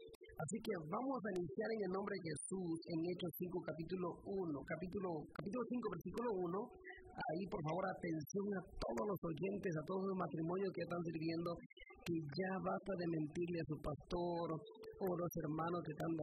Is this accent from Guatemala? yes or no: yes; Guatemala; yo soy de Guatemala